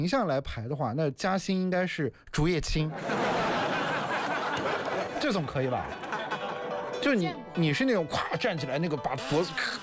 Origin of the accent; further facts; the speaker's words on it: Xinjiang, China; 我们新疆人